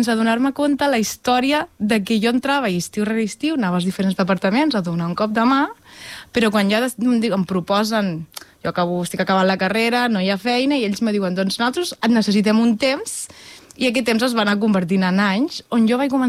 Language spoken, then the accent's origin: Catalan; La Selva del Camp, Catalonia, Spain; also born or lived in Reus; Jo vaig néixer a Reus, tot i que amb 6 anys vaig anar a viure en un poble que es diu La Selva del Camp, per tant em considero salvatana. M'he casat amb un salvatà, els meus fills són salvatans, no?